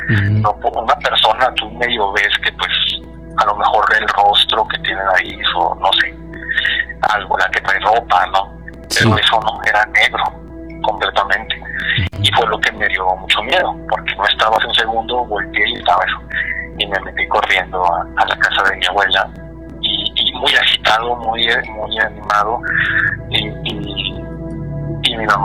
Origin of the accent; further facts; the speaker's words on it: Monterrey, Nuevo León, Mexico; now in Albuquerque, United States; bueno, yo vivo acá en Albuquerque, pero soy de Monterrey.